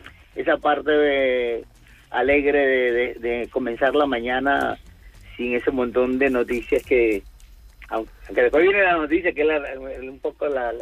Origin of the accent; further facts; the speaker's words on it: Venezuela; now in Spain; Soy inmigrante, soy de Venezuela, uh-huh. Y tengo la nacionalidad española.